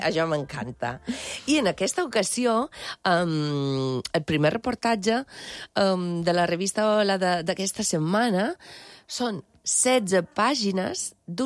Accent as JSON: {"language": "Catalan", "town": "Valcarlos", "region": "Navarre", "country": "Spain", "tie": "born or raised there", "said": "Sí, Valcarlos."}